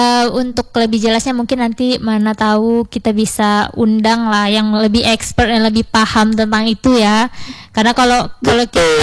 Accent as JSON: {"language": "Indonesian", "region": "Aceh", "country": "Indonesia", "said": "kita sebagai warga Cibarat pun alhamdulillah aman di sini"}